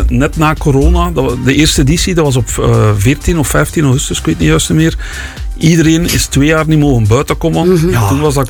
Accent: Ninove, Flanders, Belgium; Ja, Nienhoven is mijn geboortestad, mijn thuisstad. Mijn vrienden wonen daar allemaal. Ik ken daar iedereen.

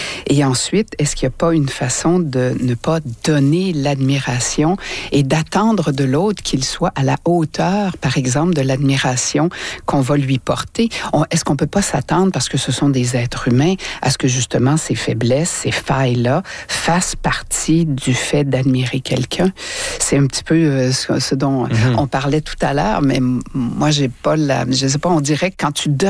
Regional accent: Quebec City, Quebec, Canada; Et on est deux de Québec, là, Jean-Philippe.

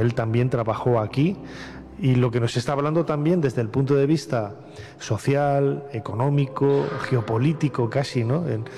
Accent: Valladolid, Castile and León, Spain; born or raised there

